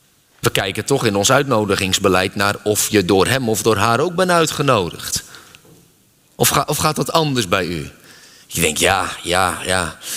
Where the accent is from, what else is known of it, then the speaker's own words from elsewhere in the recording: Netherlands; Wij zijn geneigd, zeker als Nederlanders, om alleen mensen toe te laten in onze kring die we vertrouwen.